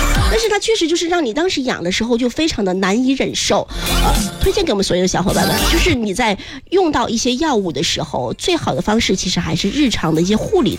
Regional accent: Sichuan, China; 我们四川话叫风丹

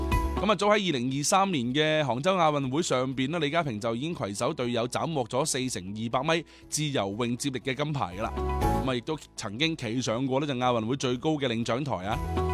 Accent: Zhaoqing, Guangdong, China

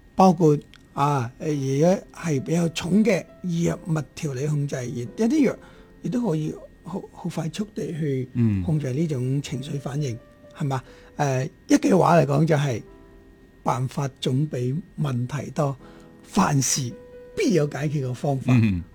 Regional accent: Guangdong, China; 我哋广东人

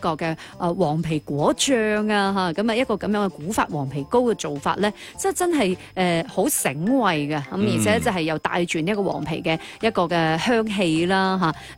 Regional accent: Guangdong, China; 我哋老广

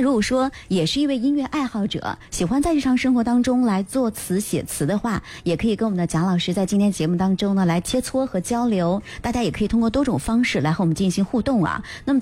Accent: Linfen, Shanxi, China; 我们家乡的山、我们临汾的水、包括我们临汾的人

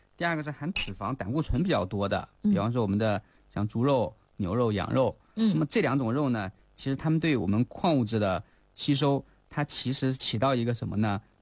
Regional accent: China; 我们中国人

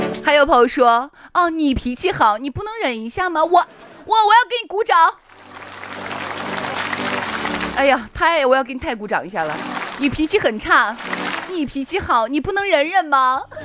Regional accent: Shaanxi, China; 你这个有点像陕西人说话了，因为我们陕西人吵架是这样子的

